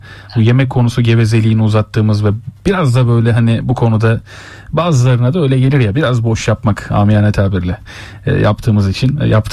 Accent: Bayrampaşa, Istanbul, Turkey; Ben de Bayrampaşalıyım.

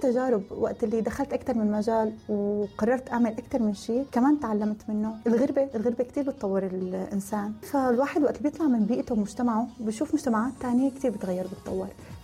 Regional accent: Syria; moved away; also born or lived in Dubai, United Arab Emirates; ونحن كسوريين محبوبين بالامارات. يعني انا عن تجربتي، انا سلا تجربتي شي 7 سنين تاركه، بس نحن كسوريين شعب محبوب بالامارات

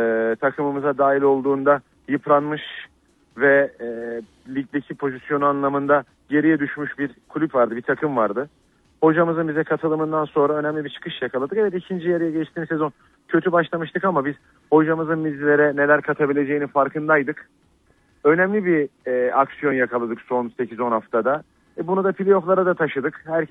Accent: Adana, Turkey; now in Kayseri, Turkey; ben Adanalıyım biliyorsun

